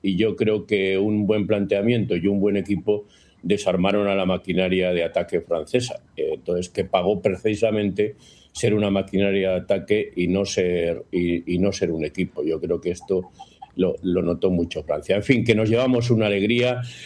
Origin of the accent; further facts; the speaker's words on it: Spain; hoy somos mucho españoles